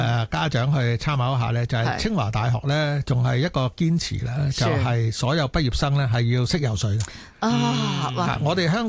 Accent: China; 就系话佢哋我哋讲紧我哋中国人吓，我哋国民嗰个体质要求系点？

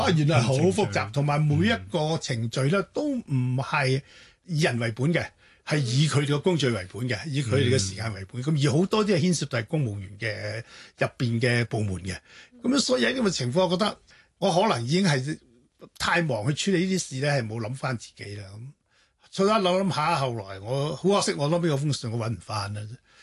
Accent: China; 尤其我哋中國人好興話節哀順變啦嚇。

